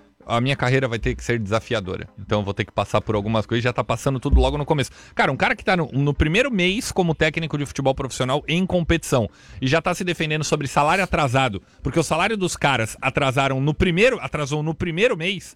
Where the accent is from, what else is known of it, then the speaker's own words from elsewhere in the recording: São Paulo, Brazil; now in Joinville, Brazil; Sou paulistano, mas me considero joinvilense por adoção